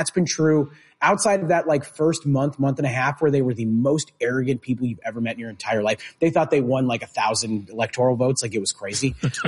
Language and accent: English; Chicago, Illinois, United States